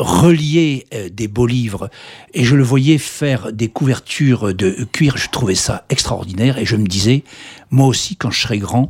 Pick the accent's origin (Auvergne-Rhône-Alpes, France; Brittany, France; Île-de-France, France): Brittany, France; Brest; also born or lived in Loir-et-Cher; J'ai grandi dans les rues de Brest.